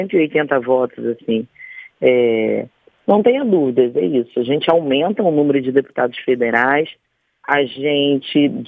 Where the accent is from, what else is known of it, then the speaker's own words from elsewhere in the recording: Rio de Janeiro, Brazil; eu sou cria da Maré